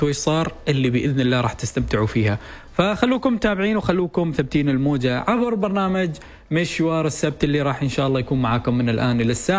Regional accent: Oman

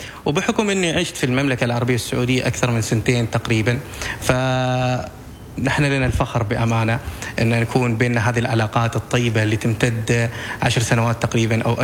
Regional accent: Oman; also born or lived in Saudi Arabia; أنا سعيد صراحة بتواجدي في بلادي سلطنة عمان

